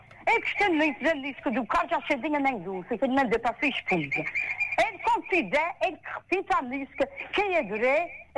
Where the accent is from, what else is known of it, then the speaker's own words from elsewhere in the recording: Azores, Portugal; born there; Mas eu nasci quase à beira-mar, que agora o hotel da Vinha da Areia, que o local, nunca nasci ali.